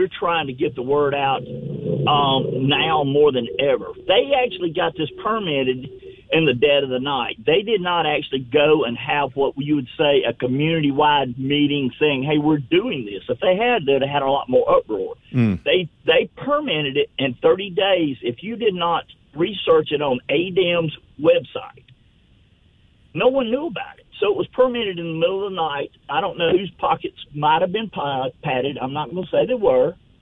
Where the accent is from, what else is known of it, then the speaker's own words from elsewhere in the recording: Alabama, United States; Well, and I grew up on the Warrior River.